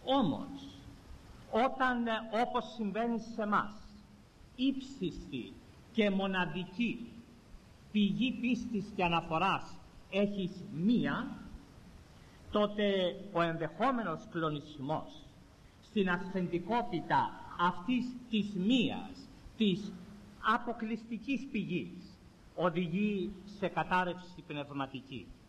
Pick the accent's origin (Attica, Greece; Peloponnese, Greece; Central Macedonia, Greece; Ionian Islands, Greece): Ionian Islands, Greece; Corfu; στο νησί μου την Κέρκυρα